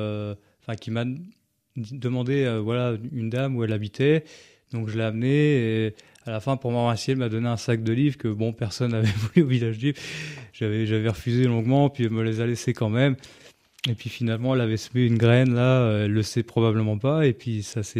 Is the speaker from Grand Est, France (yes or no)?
yes; Fontenoy-la-Joûte, Grand Est, France; Ah, moi, je suis né à Fontenoy-la-Joûte, donc j'étais là avant le village du livre.